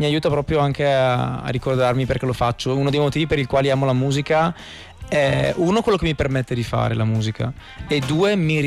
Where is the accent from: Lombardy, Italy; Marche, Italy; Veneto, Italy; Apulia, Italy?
Lombardy, Italy; Brescia; siamo tutti di Brescia